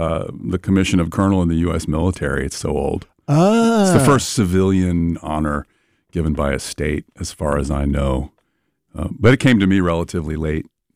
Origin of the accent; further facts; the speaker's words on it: Kentucky, United States; now in Madison, United States; I'm from Kentucky, if you haven't guessed that. Hmm. But I have lived here an awful long time. I'm a Wisco Kentuckian, I guess.